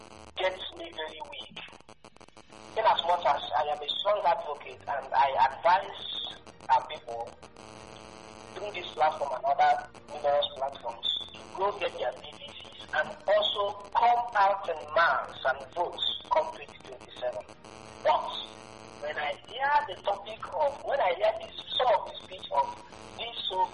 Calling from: Aba, Abia, Nigeria; I'm calling from Abba.

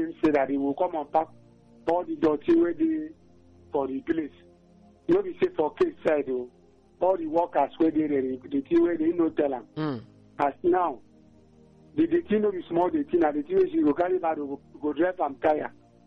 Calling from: Aba, Abia, Nigeria; Yes, I'm calling from Aba.

